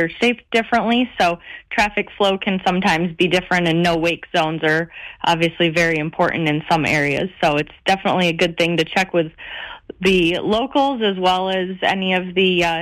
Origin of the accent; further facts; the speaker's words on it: Fenton, Michigan, United States; Yeah, I'm from Fenton.